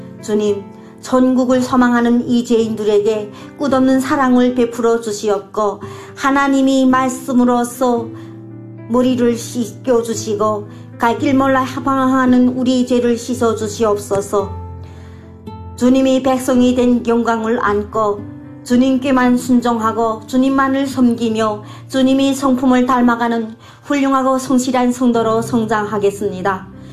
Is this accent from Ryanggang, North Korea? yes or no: yes; Ryanggang, North Korea; now in China